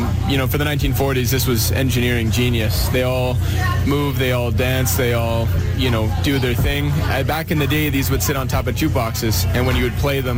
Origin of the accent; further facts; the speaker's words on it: Drumheller, Alberta, Canada; I grew up in Drumheller, yeah.